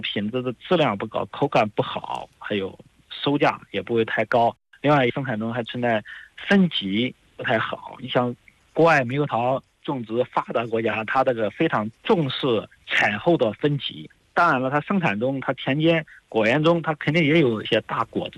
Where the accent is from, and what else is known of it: China